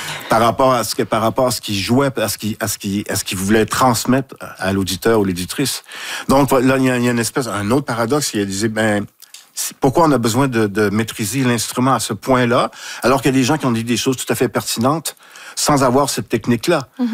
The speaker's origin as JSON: {"language": "French", "town": "Saguenay", "region": "Quebec", "country": "Canada", "tie": "born or raised there", "said": "Je viens de Saguenay. J'ai été éduqué, élevé à côté de l'usine d'Alcan. Tous mes copains, mes copines, c'était des fils d'ouvriers, filles d'ouvrières."}